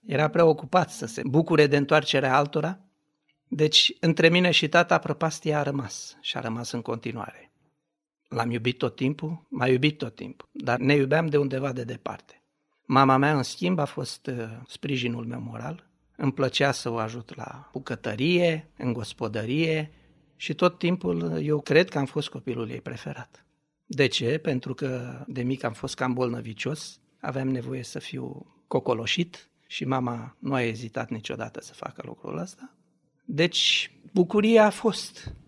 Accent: Romania; moved away as an adult; also born or lived in Israel; am plecat cu pământ din România în Israel

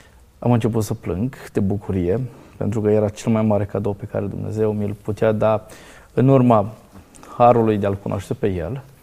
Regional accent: Hațeg, Hunedoara County, Romania; born or raised there

